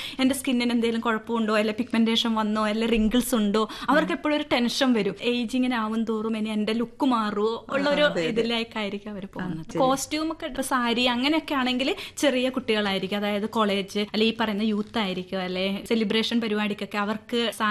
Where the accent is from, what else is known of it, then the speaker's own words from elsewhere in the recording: Kannur, Kerala, India; moved away as an adult; now in Ernakulam, India; ഒരു കണ്ണൂർക്കാരിയായ ഞാൻ ഈ എറണാകുളത്ത് വന്ന്